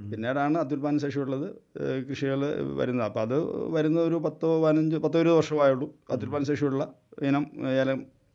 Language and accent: Malayalam; Rajakumari, Kerala, India; എൻ്റെ പിതാവ് ഒക്കെ ഇന്ത്യക്ക് സ്വാതന്ത്ര്യം കിട്ടിയ ഉടൻ തന്നെ, അതായത് ഇടുക്കി ജില്ലയിലെ ആദ്യ കുടിയേറ്റ കർഷകരാണ്. ഞങ്ങളൊക്കെ ജനിച്ചു വളർന്നത് ഇവിടുത്തെ രാജകുമാരി തന്നെയാണ്.